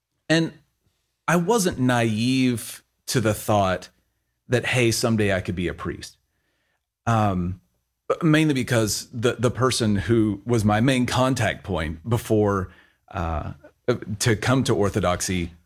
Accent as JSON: {"language": "English", "region": "Texas", "country": "United States", "said": "Our church is in Oregon, but I'm from Texas, Oklahoma area."}